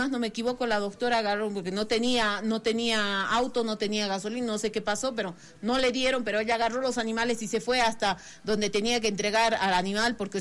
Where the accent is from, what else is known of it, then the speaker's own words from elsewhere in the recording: Potosí, Bolivia; siendo potosinos, acostumbrados al frío